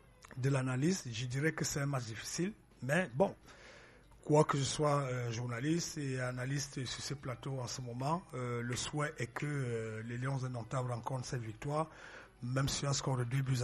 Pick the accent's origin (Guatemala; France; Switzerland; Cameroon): Cameroon; je suis Camerounais, c'est sûr. Je suis journaliste, c'est sûr.